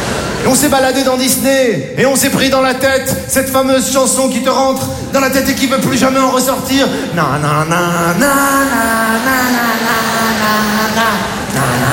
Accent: Morocco; born there

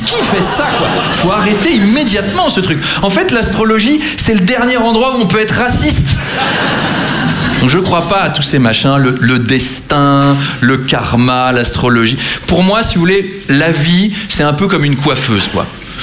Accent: Versailles, Île-de-France, France; Moi, j'ai grandi à Versailles, hein, très très catholique comme environnement, et en fait, c'était plutôt cool.

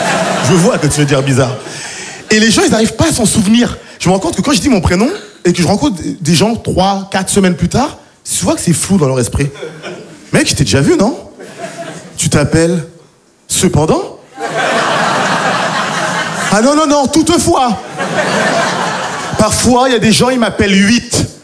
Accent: Île-de-France, France; now in Paris, France; Moi, j'ai grandi en France et je suis né en France. J'ai grandi en banlieue parisienne.

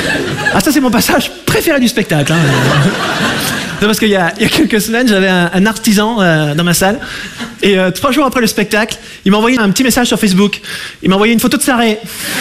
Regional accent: Monbazillac, Nouvelle-Aquitaine, France; Alors moi je vais me présenter, je viens de Montbazillac dans le sud-ouest de la France, vous connaissez?

